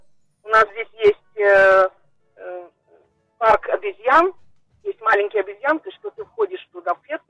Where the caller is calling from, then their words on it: Kiryat Gat, Southern District, Israel; я из Кирьят-Гата.